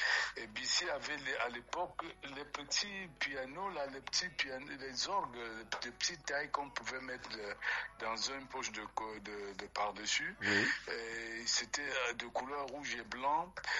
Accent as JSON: {"language": "French", "town": "Nkongsamba", "region": "Littoral", "country": "Cameroon", "tie": "born or raised there", "moved": "yes", "lives_now": "Douala, Cameroon", "said": "On a grandi comme ça en Consamba."}